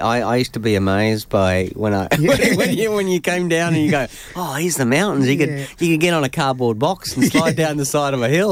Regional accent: St George, Queensland, Australia; born there; I was born in St. George Hospital.

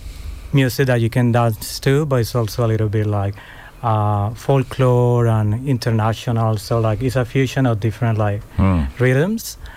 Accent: Colombia; moved away; because I'm Latino, I'm from Colombia

